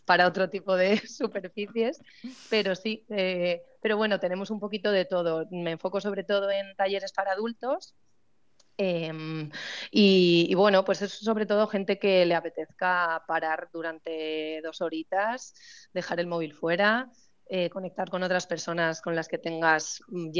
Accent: Ribadesella, Asturias, Spain

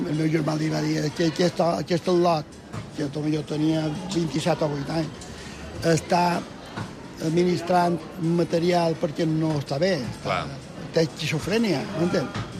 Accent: Palma, Balearic Islands, Spain; born there

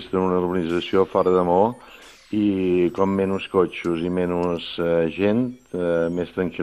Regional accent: Ciutadella, Balearic Islands, Spain; now in Maó, Spain; Jo som de Ciutadella, però fa anys que visc a Maó.

